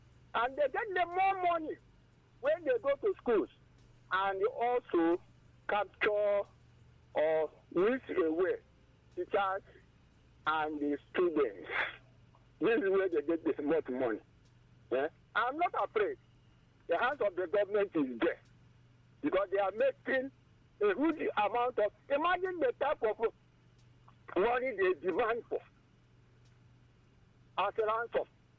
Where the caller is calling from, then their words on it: Nigeria; I'm calling from Isuko, my non-Ita local government area of the brain.